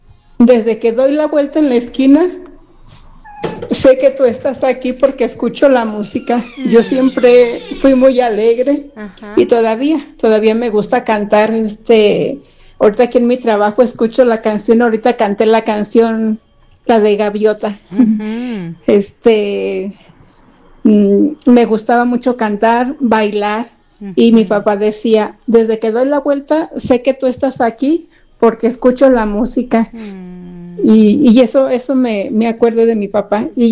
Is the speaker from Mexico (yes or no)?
yes; Pénjamo, Guanajuato, Mexico; Te platico que yo soy de Pénjamo, Guanajuato.